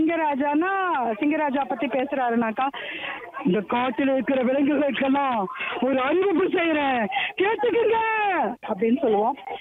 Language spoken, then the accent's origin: Tamil; Erode, Tamil Nadu, India